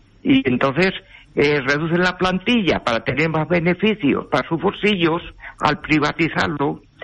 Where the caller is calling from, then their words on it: Mislata, Valencian Community, Spain; de Mislata